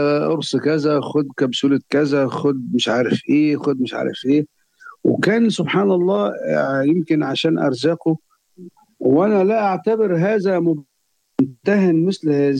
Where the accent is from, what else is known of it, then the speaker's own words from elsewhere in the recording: Sharqia Governorate, Egypt; born there; في الريف عندنا في الشرقية.